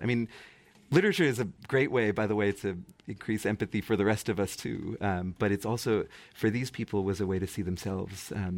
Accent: Massachusetts, United States; my home state of Massachusetts.

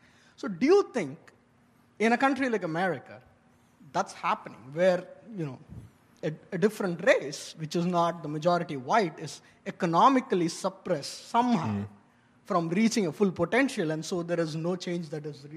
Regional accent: India; Hi, I come from India, so even our society is like this

